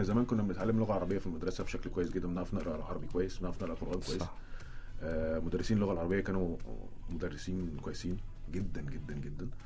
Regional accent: Egypt; احنا مصريين يعني

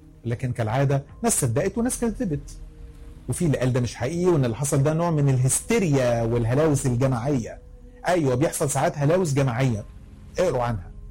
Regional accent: Egypt; وعندنا في مصر تشهد

